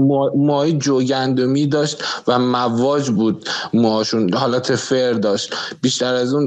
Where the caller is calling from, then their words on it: Iran; من تو ایران تنها زندگی میکنم